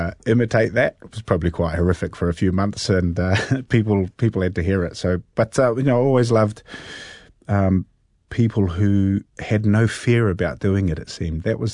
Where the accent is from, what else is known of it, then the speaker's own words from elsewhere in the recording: Hastings, Hawke's Bay, New Zealand; I grew up in Hastings.